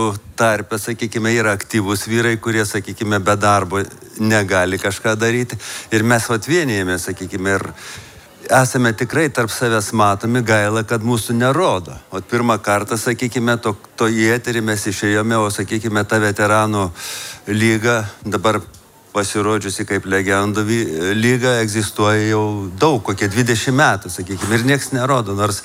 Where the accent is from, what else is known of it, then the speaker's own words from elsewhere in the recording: Samogitia, Lithuania; Tokie mes tikri žemaičiai esam